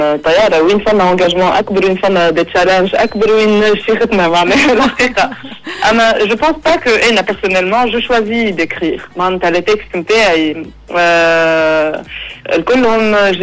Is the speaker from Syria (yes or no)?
no; Tunisia; accent: Tunisian; ولهجتنا خاطر ياسر نحبها ونطلع نهبط نحكي بالتونسي انا ونعبر بالتونسي دونك بالنسبه ليا اسهل لهجه نجم نحكي بها على حاجات صادقه هو لهجتي